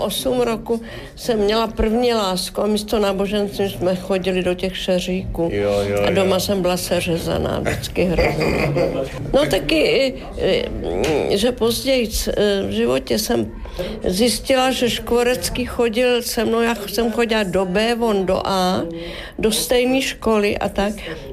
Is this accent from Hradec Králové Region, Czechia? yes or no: yes; Náchod, Hradec Králové Region, Czechia; No tak já před asi 90 lety jsem se narodila v Náchodě. Bohužel už mě tam nic netáhne.